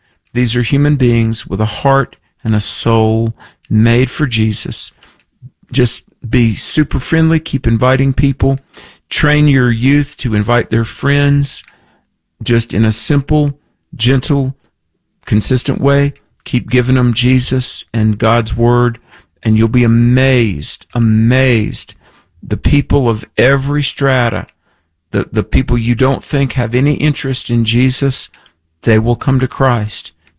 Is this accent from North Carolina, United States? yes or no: yes; North Carolina, United States; In my home state of North Carolina, down on the coast